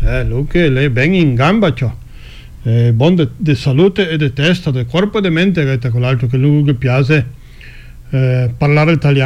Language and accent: Italian; São João do Sul, Santa Catarina, Brazil; sono di San John do Sul Santa Catarina.